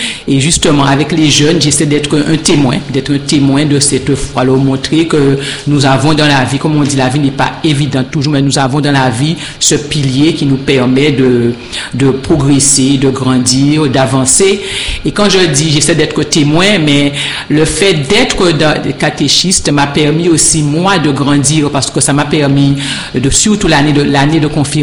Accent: Pointe-à-Pitre, Guadeloupe; now in Baie-Mahault, Guadeloupe; je suis une citoyenne. J'ai grandi à Pointe-à-Pitre et maintenant j'habite Bimaro.

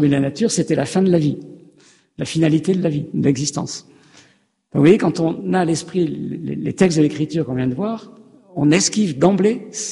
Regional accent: Nice, Provence-Alpes-Côte d'Azur, France; moved away as an adult; now in Lyon, France; quand je suis arrivé à Lyon, puisque je suis un Niçois d'origine

